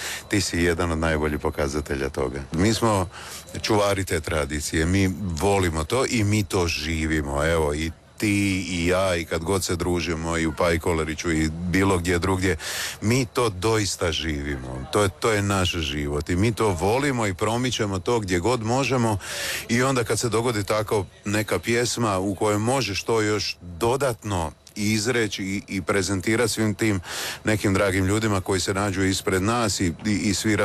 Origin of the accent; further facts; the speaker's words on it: Slavonia, Croatia; ti si tu rođen, ti tu živiš